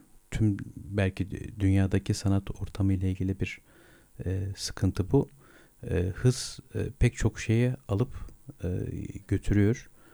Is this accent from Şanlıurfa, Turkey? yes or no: yes; Şanlıurfa, Turkey; Ben Urfalıyım. Bizim yemekler zordur, baharatlıdır.